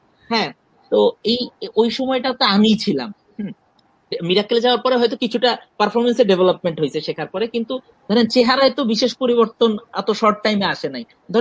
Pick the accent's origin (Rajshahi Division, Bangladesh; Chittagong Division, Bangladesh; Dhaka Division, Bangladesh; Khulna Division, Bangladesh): Dhaka Division, Bangladesh; Dhaka; আমি ঢাকার এই যানজট, যান্ত্রিকতা, এগুলোর মধ্যেই বড় হয়েছি, বাট আই লাভ লক্ষ্মীপুর আর কি।